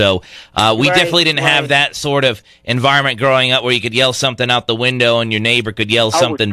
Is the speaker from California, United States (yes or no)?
no; Thompson, Connecticut, United States; So it was pretty rural. Right. We grew up in Thompson, not extremely rural compared to some parts of the country